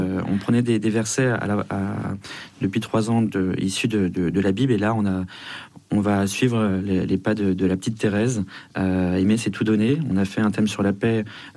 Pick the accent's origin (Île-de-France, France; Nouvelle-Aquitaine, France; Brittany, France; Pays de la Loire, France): Île-de-France, France; Argenteuil; Moi, je suis d'Argenteuil, mais ça a été construit avec des personnes qui venaient de toutes les banlieues de notre belle région